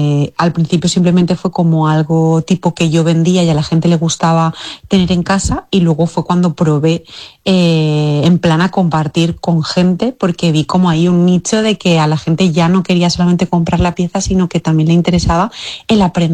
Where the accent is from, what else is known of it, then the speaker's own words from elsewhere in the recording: Valencia, Valencian Community, Spain; que llegamos a crear incluso en Valencia, que es de donde yo soy, un club de bordado